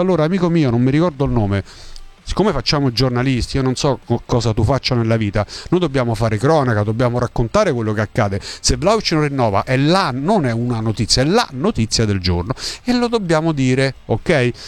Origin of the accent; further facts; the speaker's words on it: Abruzzo, Italy; Nessuna società credo lo faccia, nemmeno quelle del mio paese in Abruzzo, che è la prima categoria.